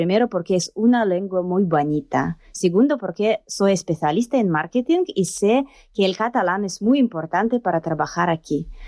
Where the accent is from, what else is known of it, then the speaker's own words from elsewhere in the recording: Moscow, Russia; Spanish is a second language; moved away as an adult; also born or lived in London; now in Barcelona, Spain; Nací y crecí en Moscú y también estudié en la universidad en Londres.